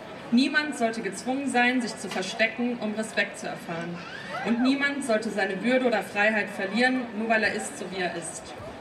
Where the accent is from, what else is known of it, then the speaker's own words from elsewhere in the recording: Gaza, Gaza Strip, Palestine; now in Germany; Ich bin Palästinenser aus Gaza. Ich kam als Flüchtling nach Deutschland, im Gepäck schwere Erinnerungen, viele Verluste und eine Hoffnung, die niemals erloschen ist.